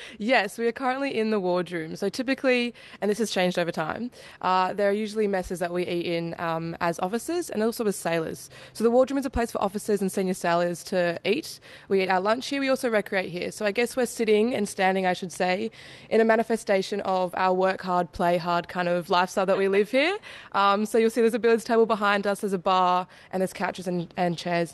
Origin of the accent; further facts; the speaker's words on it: Sydney, New South Wales, Australia; So for some context, I'm currently 18. I'm from Sydney. Have to shout out to Sydney. Not from the top end, unfortunately.